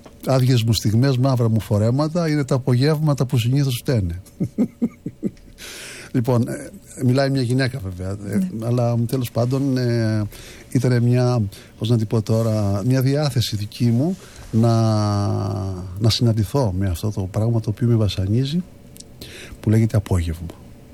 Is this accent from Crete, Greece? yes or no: yes; Anogeia, Crete, Greece; Γεννήθηκα στα Ανόγια της Κρήτης